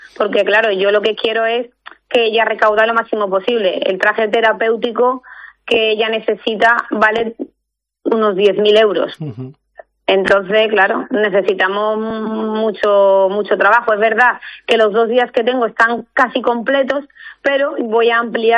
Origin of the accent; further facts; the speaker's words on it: Lantejuela, Andalusia, Spain; born there; un niño de mi pueblo, que yo soy de Lantejuela en realidad